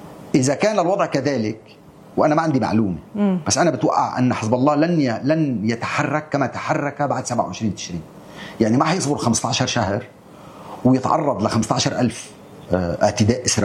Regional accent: Lebanon; نحن كلبنانيين

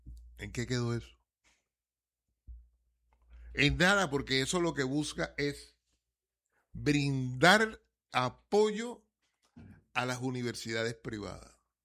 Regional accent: Colombia; nosotros, como colombianos, como gente pobre, pero con deseo de superación

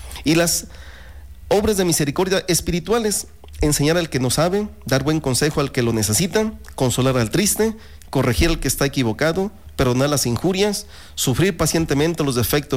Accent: Jalisco, Mexico; now in Autlán, Mexico; sobre todo su gente, que es una gente amable, cordial, sobre todo, bueno, no es por presumir, ¿verdad?, pero soy Atlán del Oro.

